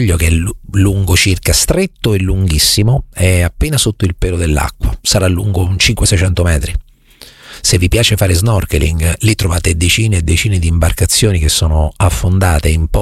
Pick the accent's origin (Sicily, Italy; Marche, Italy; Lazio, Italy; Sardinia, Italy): Marche, Italy; Quando parlo della mia terra ne parlo con grande amore e con grande trasporto.